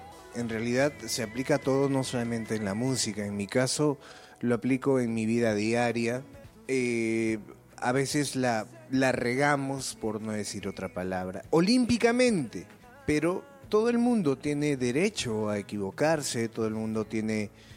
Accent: Ayacucho, Peru; Yo soy huamanguino, tunasjaita, huailpazúa, atajoixa, huarmizúa, hasta la muerte, huamanguino de corazón, ayacuchano.

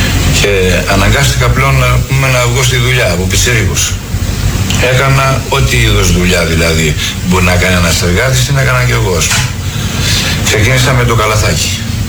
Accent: Thessaloniki, Central Macedonia, Greece; born there; Από γονείς πρόσφυγες. Πήγαμε στη Θεσσαλονίκη, εγκατασταθήκαμε και μεγάλωσα στη Θεσσαλονίκη.

